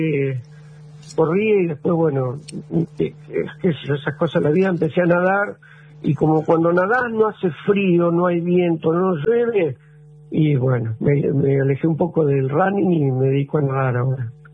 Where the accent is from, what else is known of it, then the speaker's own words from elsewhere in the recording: Villa Iris, Buenos Aires Province, Argentina; moved away as an adult; now in Bahía Blanca, Argentina; Hasta los 22 años viví en Villa Aire y me vine hace 42.